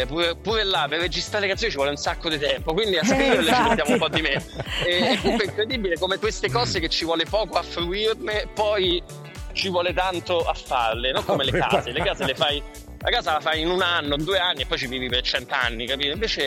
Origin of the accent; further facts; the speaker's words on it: Rome, Lazio, Italy; io sono di Roma